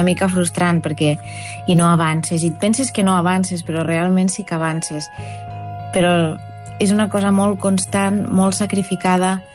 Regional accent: La Ràpita, Catalonia, Spain; soc de la Ràpita

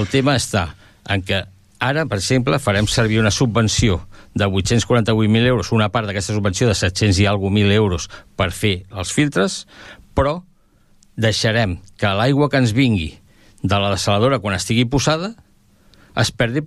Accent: Tordera, Catalonia, Spain; És que som de Tordera, o sigui, i és Tordera la que subministra l'aigua allà.

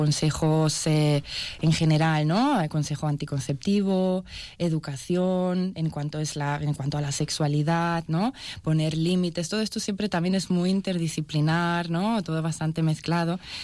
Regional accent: Spain; accent: southern Spanish; now in Catalonia, Spain; Como se puede escuchar por mi acento, yo soy del sur.

